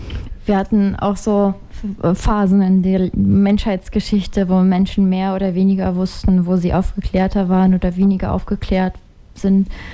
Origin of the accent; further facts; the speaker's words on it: Ukraine; German is a second language; now in Germany; weil in meinem Heimatland der Ukraine Krieg ist